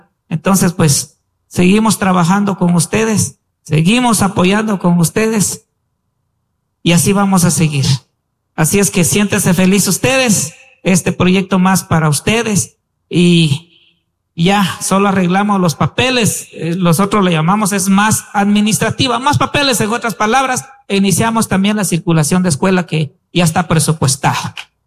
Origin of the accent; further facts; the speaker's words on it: Guatemala; also born or lived in Guatemala City; Yo aquí nací, aquí crecí y regresé otra vez a mi pueblo.